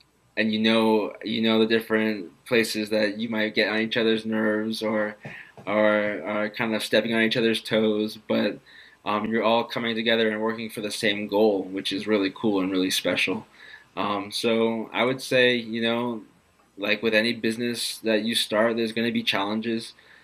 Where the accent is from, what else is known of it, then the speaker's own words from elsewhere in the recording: Singapore; moved away as an adult; growing up in Singapore